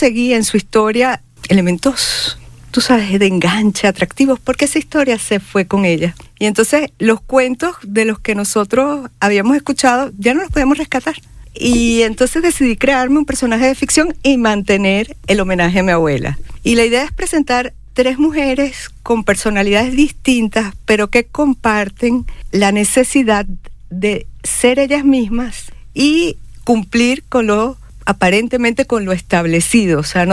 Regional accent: Venezuela; moved away; yo soy venezolana y me vine movida por las circunstancias de mi país.

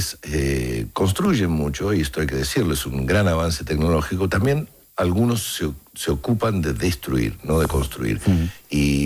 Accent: Argentina; bien como somos los argentinos.

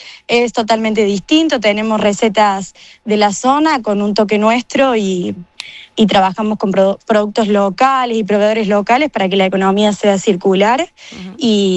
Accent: Argentina; Sí, sí, yo soy de Argentina.

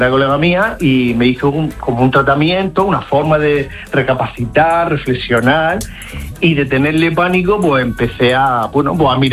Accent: Murcia, Region of Murcia, Spain; Yo soy de Murcia. Y los de Murcia nos vamos a veranear o a la playa

